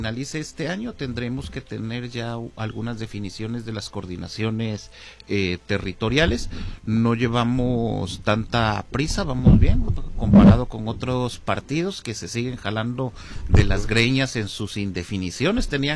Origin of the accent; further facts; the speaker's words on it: Ciudad Juárez, Chihuahua, Mexico; Nosotros, ¿cómo recibimos a nuestros visitantes? Tenemos una excelente población, juarenses, hombres y mujeres echados para adelante, pero una pésima administración.